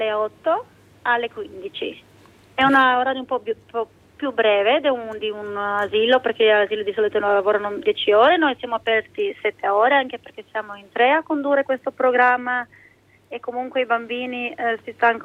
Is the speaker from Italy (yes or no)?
no; Vertaneglia, Istria County, Croatia; born there; also born or lived in Villanova; sono nata qua, sono nata a Vertaneglia, poi sono venuta a vivere a Villanova, dove vivevano prima mia mamma e i miei nonni.